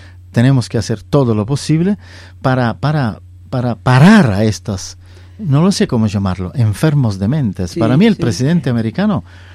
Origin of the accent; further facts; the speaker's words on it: Italy; moved away; soy europeo, italiano. Yo amo mi país con toda mi alma.